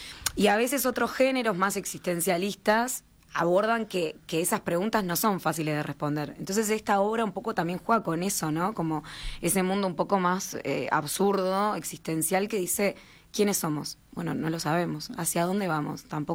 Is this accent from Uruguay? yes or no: yes; Uruguay; a veces a nosotros como uruguayos, uruguayas, nos cuesta comprenderlo más, porque quizás siento que en Uruguay, o es mi percepción, es más fácil identificar a veces los bloques